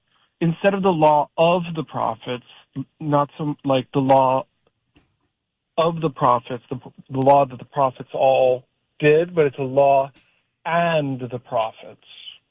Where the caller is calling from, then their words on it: New York, United States; I'm from New York.